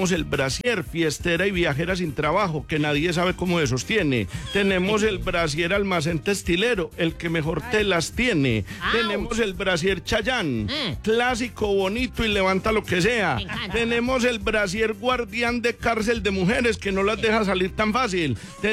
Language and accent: Spanish; Antioquia, Colombia; Pero usted se imagina uno acá como paisa que es tan buen vendedor.